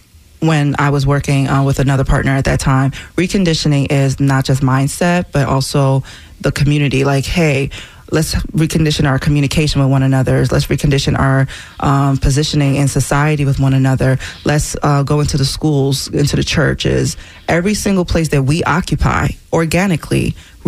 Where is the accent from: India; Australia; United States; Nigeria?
Nigeria; I'm Nigerian. I travel. I've been to the Caribbean festivals, Nigerian reunion, Nigerian independence.